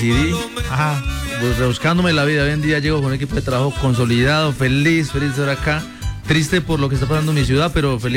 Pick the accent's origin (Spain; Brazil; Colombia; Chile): Colombia; Eje Cafetero; En mi tierra, el Eje Cafetero, es la cuna de la música popular.